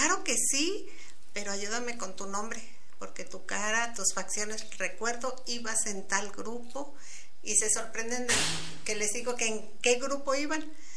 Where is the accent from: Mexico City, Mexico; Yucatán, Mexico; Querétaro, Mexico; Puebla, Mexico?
Querétaro, Mexico; born there; Nunca me he desprendido más que de ida y vuelta, ida y vuelta. Y ahí, estando en Querétaro, he visto crecer personas, familiares